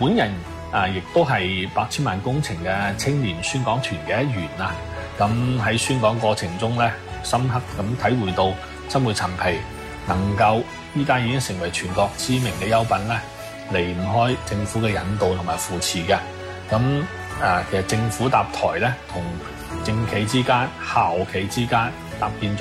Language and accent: Cantonese; Jiangmen, Guangdong, China; 回到我哋家鄉，回到我哋橋鄉